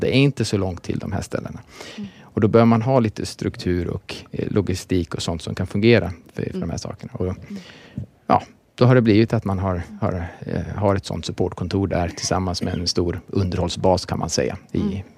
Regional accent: Tumla, Sweden; now in Norrköping, Sweden; det kvittar om jag är i Tumla där jag växte upp, eller Norrköping där vi bor nu

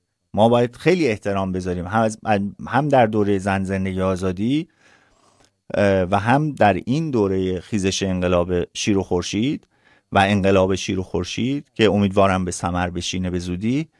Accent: Iran; now in Sweden; به عنوان یه ایرانی

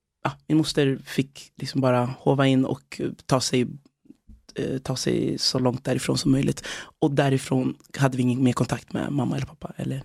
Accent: DR Congo; now in Sweden; Ja, i Kongo. Så vi flydde från Kongo till Uganda, som är grannlandet. Och hon tog hand om 8 andra barn. Och då, som sen blev mina syskon, kan man säga. Och tillsammans så kom vi alltså till Sverige.

